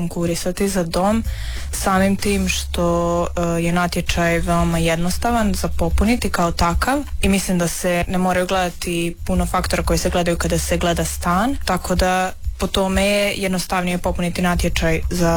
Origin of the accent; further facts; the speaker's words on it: Subotica, Vojvodina, Serbia; moved away as an adult; now in Osijek, Croatia; dolazim iz Subotice i studiram na Akademiji za umjetnost i kulturu.